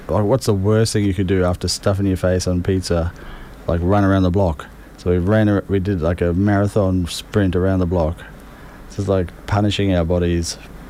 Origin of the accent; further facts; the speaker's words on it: New Zealand; moved away; as a teenager growing up in New Zealand